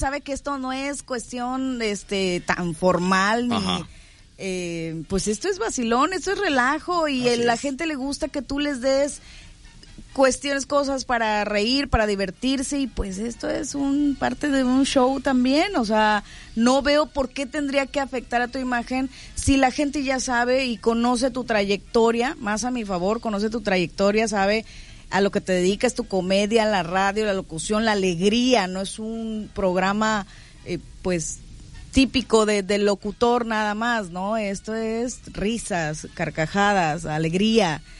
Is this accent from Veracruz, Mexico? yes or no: yes; Veracruz, Mexico; al final soy veracruzana